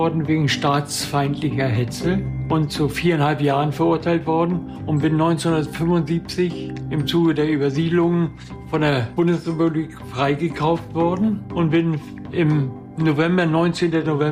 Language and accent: German; Malchin, Mecklenburg-Vorpommern, Germany; born there; also born or lived in Schwerin; Ich komme hier aus Schwerin jetzt, bin geboren in Malchin, bin zur Schule gegangen in verschiedenen Städten hier